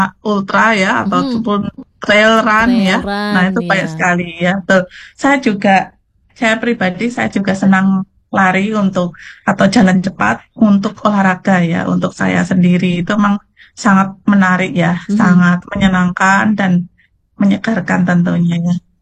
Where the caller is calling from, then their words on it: Magelang, Central Java, Indonesia; Saya dari Magelang ini Mbak saya posisinya.